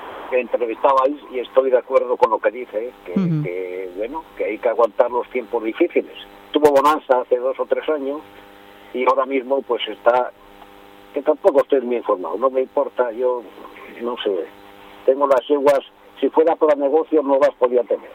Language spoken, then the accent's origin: Spanish; Ruente, Cantabria, Spain; Yo soy de Ruentre